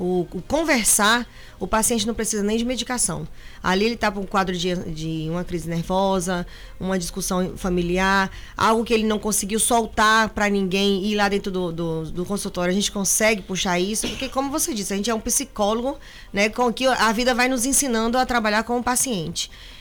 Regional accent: Campina Grande, Paraíba, Brazil; born there; moved away as an adult; now in Itabuna, Brazil; é paraibana, nasci na Paraíba, em Campina Grande. Estou morando em Itabuna há 15 anos, sou médica, né? Sou mãe solo.

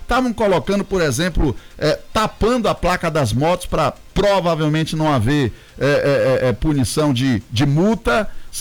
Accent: Northeast Region, Brazil; porque nós somos nordestinos

